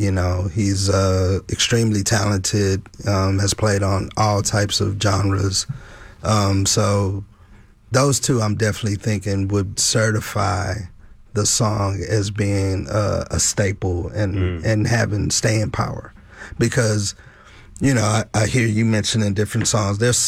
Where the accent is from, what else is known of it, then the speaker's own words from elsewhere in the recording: Houston, Texas, United States; no, I'm from this specific part of town in Houston, and when I'm out of Texas or out, like, I'm from Houston.